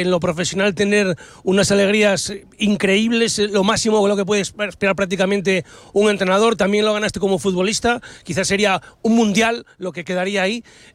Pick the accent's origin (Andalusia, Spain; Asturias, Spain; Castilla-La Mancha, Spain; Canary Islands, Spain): Asturias, Spain; born there; Y mirando al mar, que es lo que nos despeja a todos la cabeza, los que nacimos en Asturias.